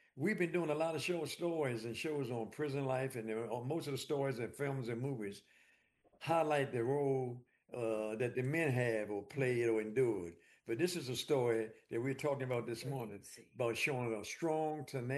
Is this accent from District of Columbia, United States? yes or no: yes; Washington, District of Columbia, United States; moved away; I grew up in Washington, D.C.